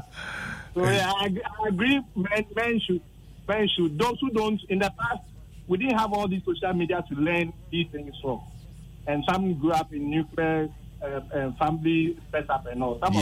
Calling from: Lashibi, Greater Accra, Ghana; Calling from Lashibi.

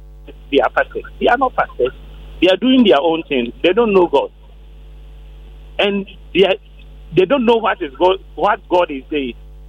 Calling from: Ghana; In here in Ghana

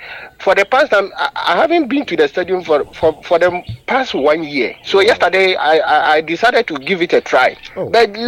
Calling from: Ghana; calling from Bukrum Estate.

